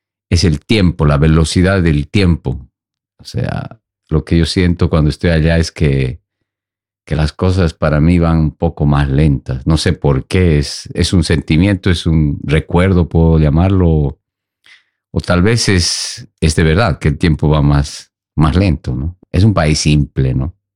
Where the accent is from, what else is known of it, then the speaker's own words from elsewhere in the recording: Sucre, Chuquisaca, Bolivia; also born or lived in Camargo; Bueno, yo soy de Sucre, es una ciudad al centro de Bolivia, ¿no? Pero también me he criado en la infancia mucho en el un poco más al sur, en un pueblo donde es mi madre, que se llama Camargo